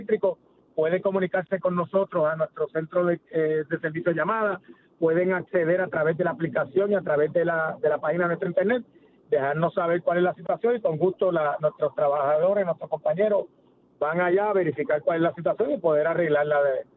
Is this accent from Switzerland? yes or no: no; Puerto Rico; los 4,000 empleados que pertenecemos a Luma, que somos puertorriqueños y puertorriqueñas